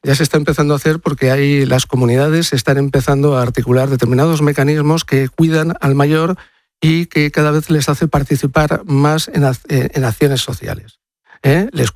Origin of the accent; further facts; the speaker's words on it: Madrid, Community of Madrid, Spain; Yo soy del pueblo de Madrid.